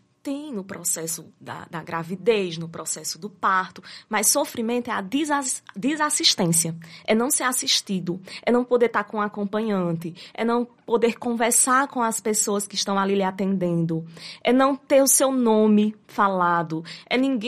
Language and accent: Portuguese; Ceará, Brazil; now in Tarauacá, Brazil; que é seguido no Ceará, que é de onde eu venho, né?